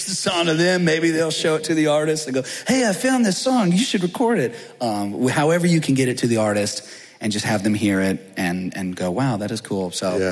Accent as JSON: {"language": "English", "town": "Baton Rouge", "region": "Louisiana", "country": "United States", "tie": "born or raised there", "moved": "yes", "lives_now": "Nashville, United States", "said": "did grow up in Louisiana, and I feel like it definitely seeps into the music a little bit. I love where I grew up in Baton Rouge"}